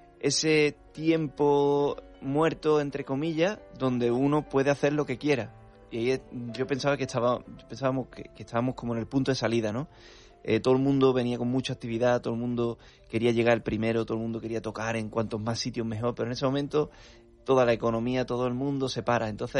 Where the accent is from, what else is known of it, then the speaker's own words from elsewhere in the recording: Utrera, Andalusia, Spain; de mi tierra, ¿no? De Utrera